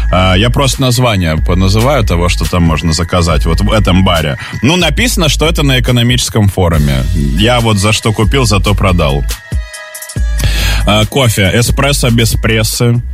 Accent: Saint Petersburg, Russia; А я из Питера, кстати.

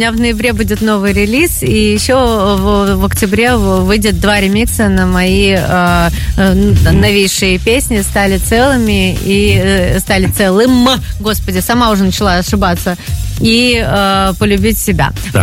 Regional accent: Moscow, Russia; Я как москвичка, хочу уехать из него.

